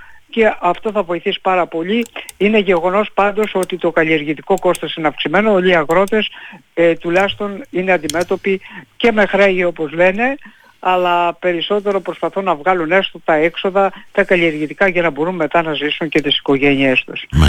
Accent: Western Greece, Greece; moved away; μεγάλωσα εργάστηκα και στην Ηλία, γιατί η καρδιά μου είναι πάντα στην Ηλία

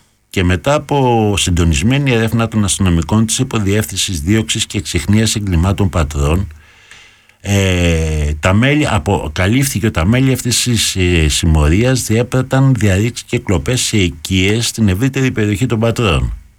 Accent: Patras, Western Greece, Greece; moved away; κατάγομαι από την Εγλυκάδα, εκεί μένει και η μάνα μάλωστε και συγγενείς μου

